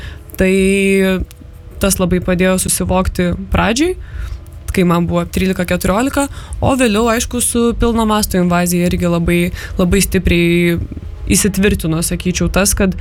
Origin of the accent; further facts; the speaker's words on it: Vilnius, Vilnius County, Lithuania; also born or lived in Lviv, Ukraine; vis tiek linkau į Lietuvos pusę, nes jau į lietuvišką mokyklą, gyvenau Vilniuje. Bet prasidėjus... Taip, gimiau Vilniuje, darželis, mokykla, viskas Lietuvoje, bet vasaros Ukrainoje. Ir kadangi tas darželis labai trumpai egzistavo, tai ir didelę dalį tos ankstyvos vaikystės irgi praleidau pas močiutę Ukrainoje.